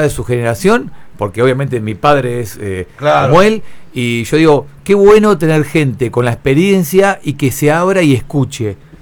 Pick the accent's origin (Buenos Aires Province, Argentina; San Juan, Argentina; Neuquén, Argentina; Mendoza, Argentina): Buenos Aires Province, Argentina; Saavedra; now in Bahía Blanca, Argentina; Yo cuando era chico yo vivía en Saavedra, imagínate. Yo soy nacido en Saavedra.